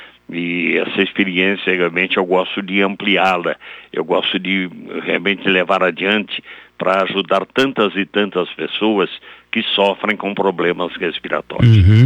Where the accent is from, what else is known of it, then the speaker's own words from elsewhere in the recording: São Paulo, Brazil; olha, minha senhora, eu sou de São Paulo, eu estou aqui, eu tenho um problema com meu filho